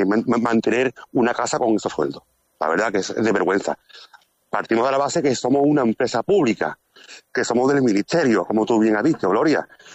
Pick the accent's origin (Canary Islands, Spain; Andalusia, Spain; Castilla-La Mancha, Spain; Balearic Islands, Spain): Andalusia, Spain; Castellar de la Frontera; Lo bueno que tiene el Almoraima es que está en Castellá, somos de Castellá, estamos en una empresa pública y estamos aguantando un poco